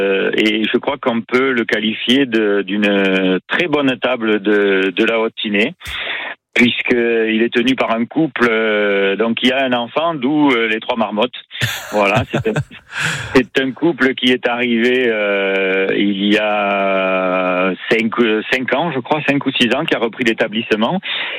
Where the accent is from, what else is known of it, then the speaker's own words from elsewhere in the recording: Saint-Dalmas, Provence-Alpes-Côte d'Azur, France; Moi, j'ai toujours connu, je suis natif de Saint-Dalmas, j'ai toujours connu un restaurant à cet endroit-là.